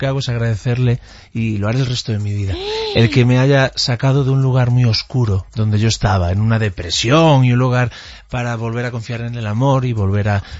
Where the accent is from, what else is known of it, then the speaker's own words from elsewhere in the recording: Galicia, Spain; first language Galician; Spanish is a second language; que es luna en gallego, soy gallego en mi idioma, ¿no?